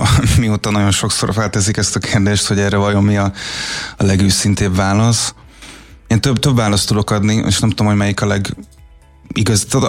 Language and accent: Hungarian; Budapest, Hungary; Gazdagréten születtem, de főleg Budán nőttem fel.